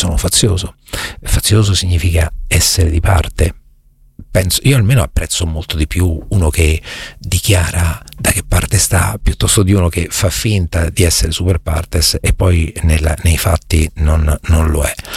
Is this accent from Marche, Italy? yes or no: yes; Marche, Italy; io sono marchigiano e tra l'altro a Porto San Giorgio ho un sacco di amici